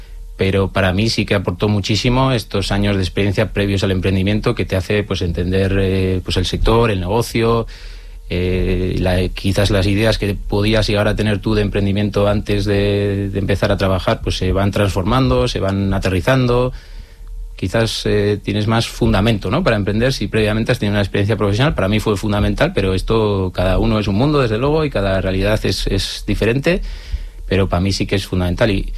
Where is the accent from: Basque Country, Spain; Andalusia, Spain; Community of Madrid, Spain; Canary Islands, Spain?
Basque Country, Spain; Vitoria-Gasteiz; somos de aquí de Vitoria y decidimos emprender aquí.